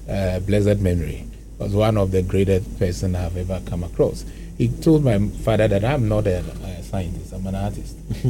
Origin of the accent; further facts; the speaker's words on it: Ghana; Where I stand as a Ghanaian, I'll go for Ghana.